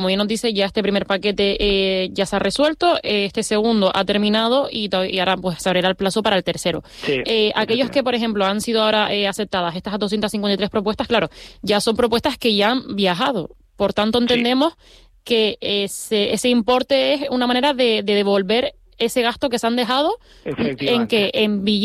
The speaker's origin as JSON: {"language": "Spanish", "region": "Canary Islands", "country": "Spain"}